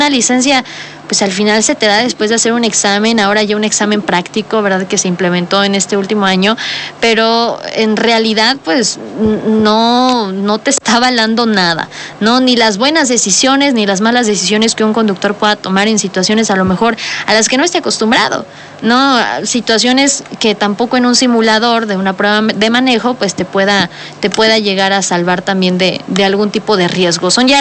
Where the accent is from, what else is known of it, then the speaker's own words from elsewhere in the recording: Puebla, Mexico; nosotros como poblanos estamos acostumbrados